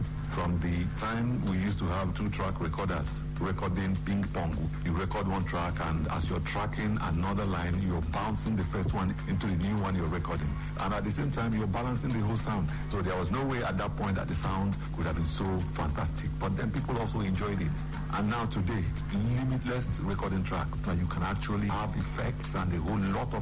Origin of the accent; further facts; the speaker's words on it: Nigeria; Growing up in Nigeria in the 80s